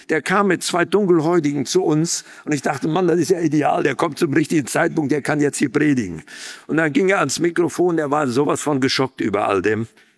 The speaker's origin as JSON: {"language": "German", "region": "Berlin", "country": "Germany", "said": "wo kommst du her? Ja, ich sage, aus Berlin."}